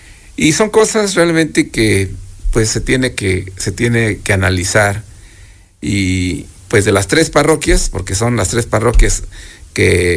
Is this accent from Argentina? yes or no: no; Izúcar de Matamoros, Puebla, Mexico; también traen muchos recuerdos maravillosos para los que somos de aquí de Izúcar.